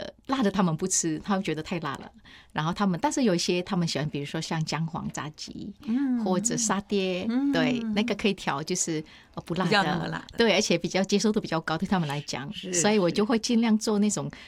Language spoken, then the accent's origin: Chinese; Indonesia; 所以我就避免就是去说我是印尼人，对，我都会说别的国家的人。